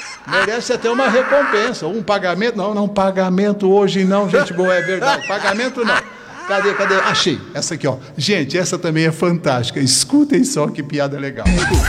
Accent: Brazil; eu sou brasileiro.

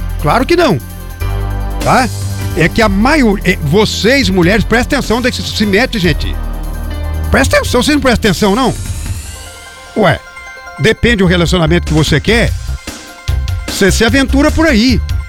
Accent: Jacarezinho, Paraná, Brazil; moved away; em Jacarezinho, lá na minha terra natal.

